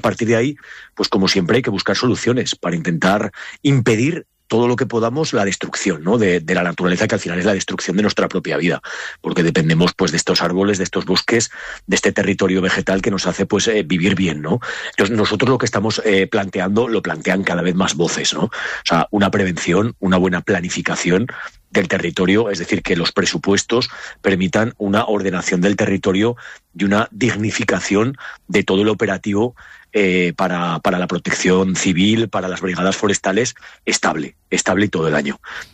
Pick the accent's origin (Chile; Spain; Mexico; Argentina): Spain; Aragon; Yo vengo de Aragón